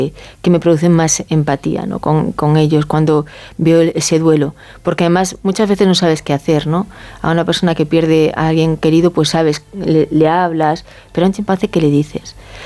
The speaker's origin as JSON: {"language": "Spanish", "region": "Galicia", "country": "Spain", "said": "yo soy gallega, ¿no? Los gallegos estamos en Galicia. Bueno, yo no estoy en Galicia ahora, pero no tengo mucho acento, pero yo antes tenía acento."}